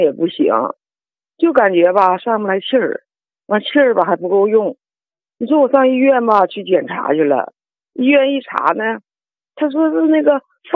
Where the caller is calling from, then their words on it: Changchun, Jilin, China; 那个，我是那个吉林长春的老朋友。